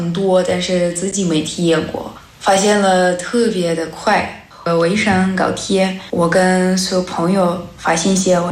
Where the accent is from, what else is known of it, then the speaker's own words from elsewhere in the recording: Russia; Chinese is a second language; now in Changchun, China; 我来自美丽的俄罗斯延赞市，现在我在长春大学读研究生研二。